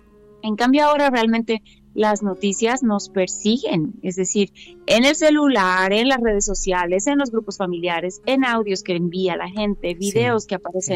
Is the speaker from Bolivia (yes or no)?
yes; La Paz, Bolivia; como decimos en La Paz